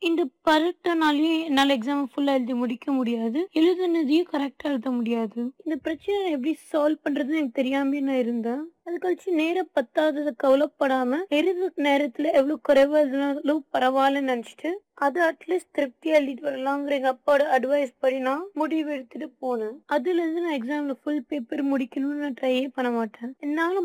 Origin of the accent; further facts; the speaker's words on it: Coimbatore, Tamil Nadu, India; எனக்கு வயசு 17. நம்ம கோயம்புத்தூர்ல தான் நான் பிறந்து வளர்ந்தேன். இங்கதான் நான் 8th கிளாஸ் வரைக்கும் படிச்சேன்.